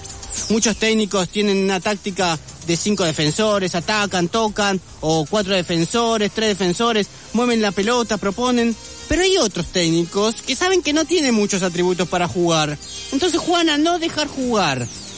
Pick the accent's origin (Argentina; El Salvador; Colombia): Argentina